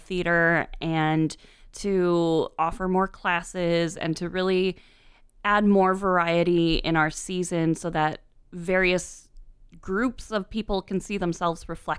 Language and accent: English; Sterling, Illinois, United States; also born or lived in Peoria; I grew up in Sterling, Illinois. I was born in Peoria, but that was it. Then I went back to Sterling.